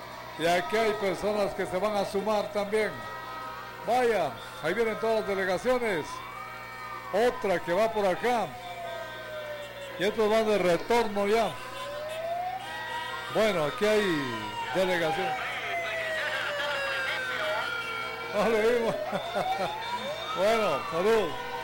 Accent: Guatemala; Soy Chapín, de los amigos del Progreso.

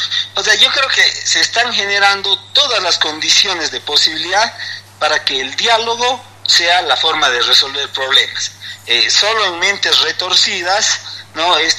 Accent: Bolivia; no podemos permitirnos como bolivianos

